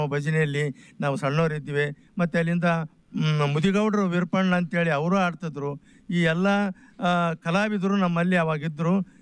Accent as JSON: {"language": "Kannada", "town": "Motamari", "region": "Karnataka", "country": "India"}